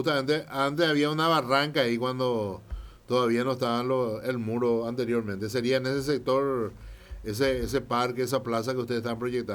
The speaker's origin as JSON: {"language": "Spanish", "country": "Paraguay"}